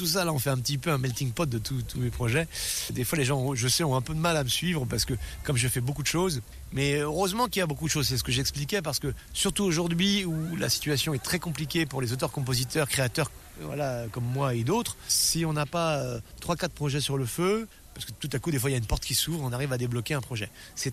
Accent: Nantes, Pays de la Loire, France; Je suis nantais, ouais, donc je suis pleinement concerné. Évidemment, et le Château des Ducs est bien sûr à Nantes.

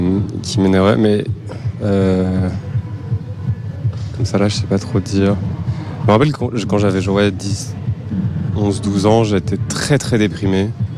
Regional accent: Ottignies, Wallonia, Belgium; Moi, j'ai pas grandi à Bruxelles. J'ai grandi à Otigny.

